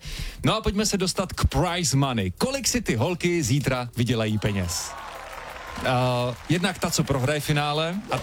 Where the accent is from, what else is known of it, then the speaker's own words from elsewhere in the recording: Moravia, Czechia; jako kluk z Moravy